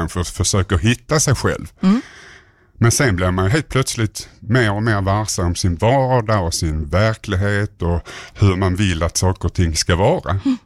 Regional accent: Svedala, Skåne, Sweden; also born or lived in Malmö / Umeå; Kort och gott, jag är uppvuxen också i Myllan, fast på andra sidan kommungränsen i Svedala kommun. Jag bodde där längs 108 vid slottet ungefär, på den sidan där. Och som tonåring flyttade in till Malmö.

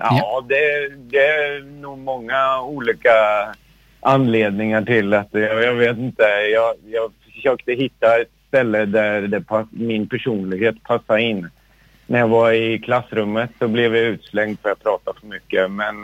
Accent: Norrköping, Östergötland, Sweden; moved away; Både Bruno, Peter och jag är från Norrköping ursprungligen, men har flugit iväg.

